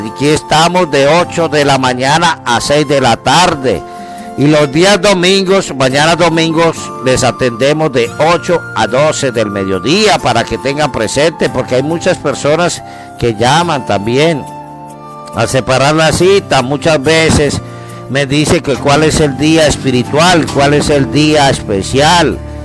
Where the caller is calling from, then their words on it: Lima, Peru; no soy de acá, he venido de vacaciones, pero realmente me ha gustado, yo soy de Perú